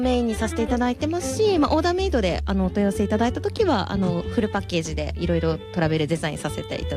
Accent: Obihiro, Hokkaido, Japan; born there; 私白洋出身、

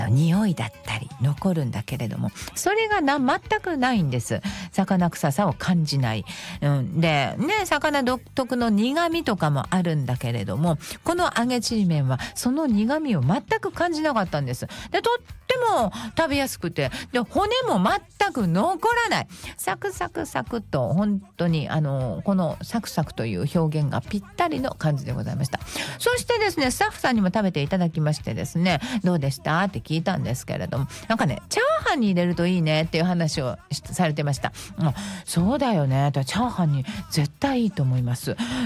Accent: Hiroshima, Japan; 私はですね、広島県広島市で育ちました。小学校 1,2 年生とね、5、6年生を広島市で過ごしておりました、

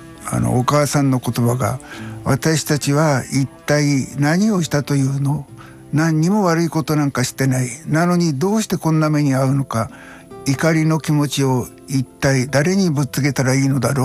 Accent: Yamagata, Japan; 僕はあの小さい時に山形県で育ったんですが、

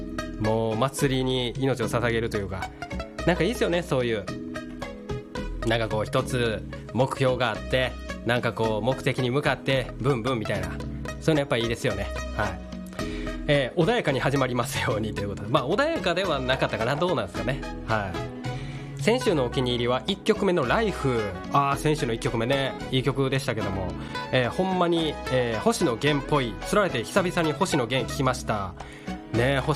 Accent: Kishiwada, Osaka, Japan; 僕の出身ね大阪岸和田市

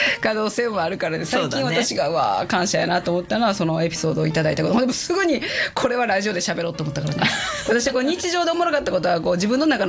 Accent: Kansai, Japan; accent: Kansai dialect; 私今関西弁で喋ってるから関西弁になっちゃうけど

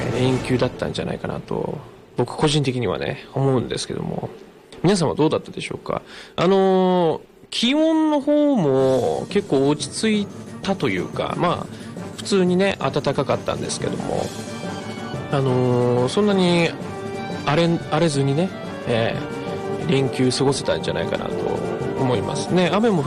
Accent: Misato, Akita, Japan; 僕の地元って旧仙南村美郷町の方なんですけども

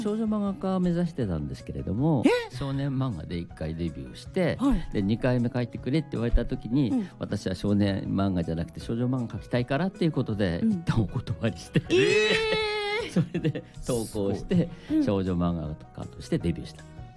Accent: Tokyo, Japan; 東京都です。

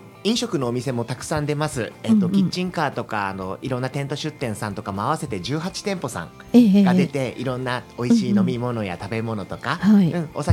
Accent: Koshigaya, Saitama, Japan; now in Kasukabe, Japan; もともと越谷出身なんですけど、今は春日部市民です

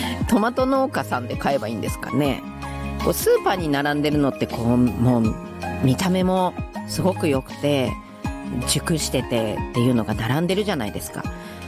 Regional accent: Gunma, Japan; まあ私群馬なんです

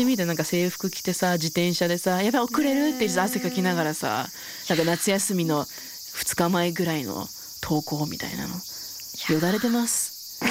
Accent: Canada; サンフランシスコ育ちのアナイアとカナダ育ちの私にとってはもう一回本当に数百万払ってでもタイムスリップして

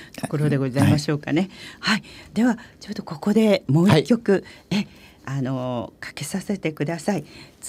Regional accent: Hokkaido, Japan; 道民としては、はい、土産子としては、

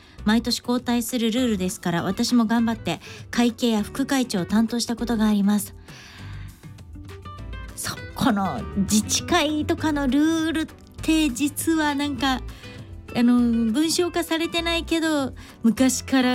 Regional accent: Takarazuka, Hyogo, Japan; moved away; うちの地元兵庫県宝塚市の結構山の方なんですけど、まあ住宅地で

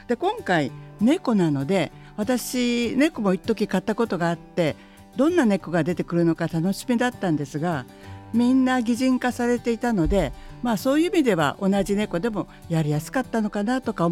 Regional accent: Kyoto, Japan; 私も実は出身は大阪というより京都なんだけど、いつもこのドラマでは大阪風のあっちの言葉をセリフがたくさん入ってて

